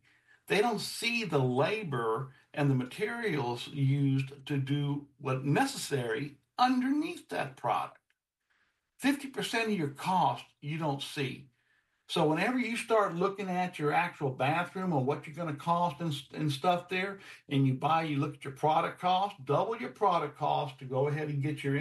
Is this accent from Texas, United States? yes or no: yes; Texas, United States; moved away; Heck, when I grew up in Texas, they told us very simple.